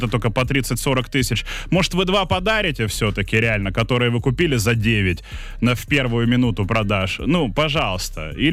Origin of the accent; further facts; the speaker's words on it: Saint Petersburg, Russia; я из Питера